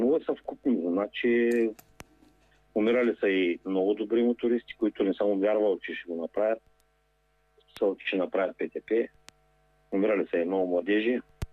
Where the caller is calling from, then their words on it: Dobrich, Dobrich Province, Bulgaria; от Добрич, карам от много години. Аз съм на 49, значи повече от 30.